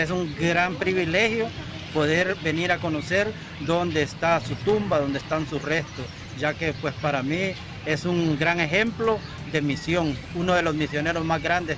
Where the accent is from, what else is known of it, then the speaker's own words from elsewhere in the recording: Santiago, Cortés, Honduras; now in Cofradía, Honduras; Porque ya que yo vivo en Cofradía desde 1986, pero yo llegué de la aldea de Santiago, donde también se celebra Santiago Apóstol, Santiago Pimienta Cortés.